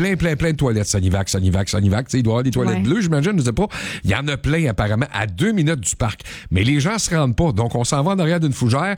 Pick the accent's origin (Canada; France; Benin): Canada; Quebec; chez nous, au Québec, il y a le parc Forillon.